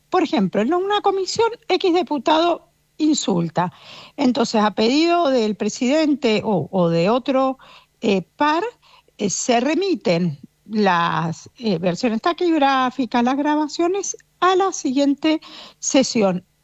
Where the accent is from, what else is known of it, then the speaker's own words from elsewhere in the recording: Mendoza, Argentina; Yo soy oriunda de Mendoza, he sido legisladora